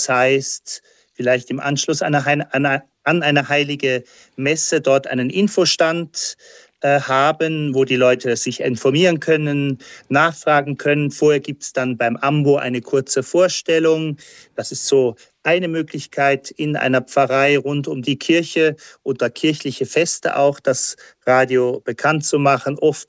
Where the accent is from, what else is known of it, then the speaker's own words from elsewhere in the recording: Saarland, Germany; Unter anderem war aber auch im Saarland so ein weiter Fleck und das ist meine Heimat.